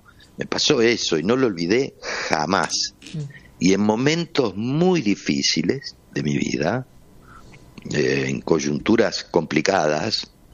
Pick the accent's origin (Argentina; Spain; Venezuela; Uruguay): Argentina; Buenos Aires; moved away as an adult; yo nací, digo, me formé todo en Buenos Aires